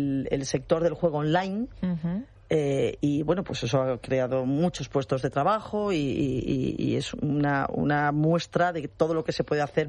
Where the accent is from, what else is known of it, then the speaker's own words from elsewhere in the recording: Ceuta, Spain; No soy la única, somos muchos los ceutíes.